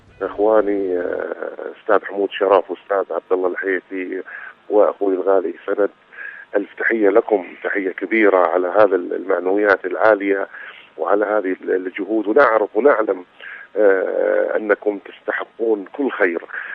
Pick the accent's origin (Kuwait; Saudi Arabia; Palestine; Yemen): Yemen; South Yemen; ونحن أبناء الجنوب نتابع بكل صمت وقلوبنا معكم، ونوصي إخواننا في صنعاء الأحرار أن لا يجلسوا في بيوتهم غدا